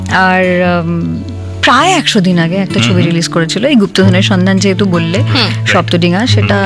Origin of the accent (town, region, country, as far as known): India